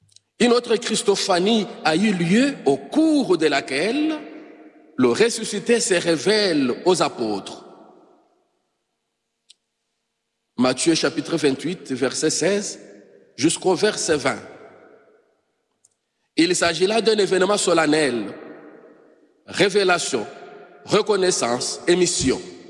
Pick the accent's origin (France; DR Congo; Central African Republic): DR Congo; chez nous en République démocratique du Congo, dont je suis originaire.